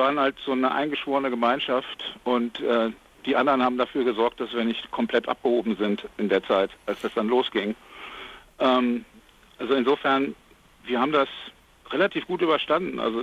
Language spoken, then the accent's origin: German; North Rhine-Westphalia, Germany; Naja, also wir kommen eigentlich alle drei aus Ostwestfalen und sind ziemlich geerdet